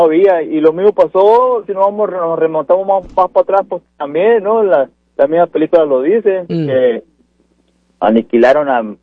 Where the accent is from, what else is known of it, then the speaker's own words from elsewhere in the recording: Mexico; nosotros como mexicanos nomás opinamos